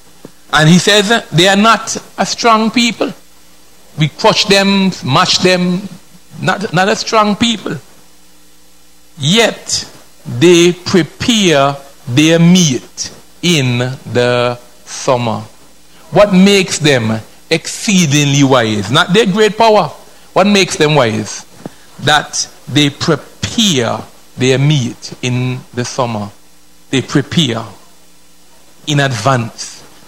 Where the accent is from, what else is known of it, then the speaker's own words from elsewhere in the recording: Antigua & Barbuda; I'm from Antigua.